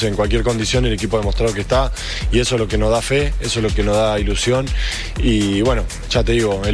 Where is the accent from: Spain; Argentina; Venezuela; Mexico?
Argentina